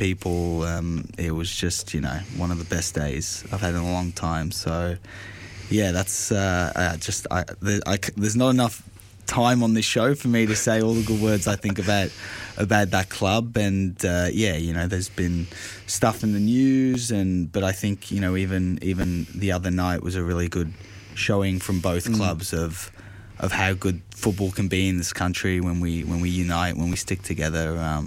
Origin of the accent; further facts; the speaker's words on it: South Africa; also born or lived in Vienna, Austria; now in North Macedonia; I'm South African. No, I was actually born in Vienna. Most people don't know. But mum and dad English, so yeah, and now I'm an adopted Macedonian